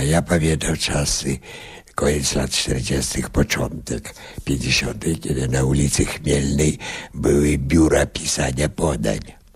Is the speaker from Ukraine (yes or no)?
no; Vilnius County, Lithuania; accent: Kresy (eastern borderland) Polish; now in Poland; Pochodzę z Wileńszczyzny. Wobec tego moja polszczyzna nosi cechy kresowości. Na czym to polega? Polega to na przykład na tym, że składnia moja jest troszkę inna niż tutaj w centralnej Polsce.